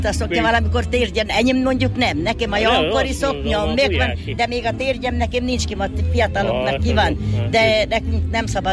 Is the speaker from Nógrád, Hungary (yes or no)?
yes; Buják, Nógrád, Hungary; a Bujákit ezt meg lehet különböztetni, mert mi palócok vagyunk.